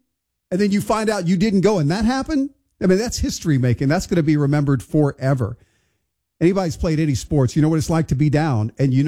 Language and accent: English; Texas, United States; because I'm from Texas.